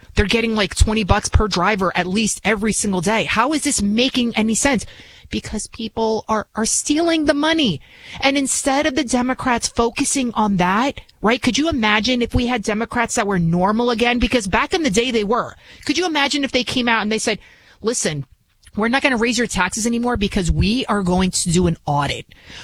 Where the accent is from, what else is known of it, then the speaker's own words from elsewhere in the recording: Bronx, New York, United States; Where I'm from in the Bronx, right? You could probably tell I'm from the Bronx originally. That neighborhood used to be all Irish, all Catholic. Then it became a little bit Puerto Rican. Now it's all Muslim.